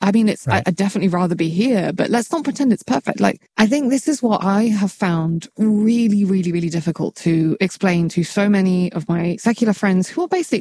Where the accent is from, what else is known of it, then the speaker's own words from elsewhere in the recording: United Kingdom; So I'm a British Arab, right?